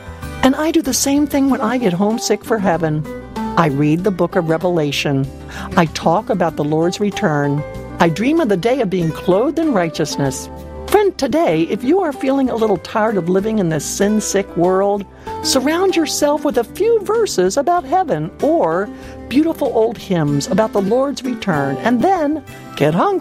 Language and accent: English; Maryland, United States; now in California, United States; California is beautiful, but there's nothing quite like my home state of Maryland.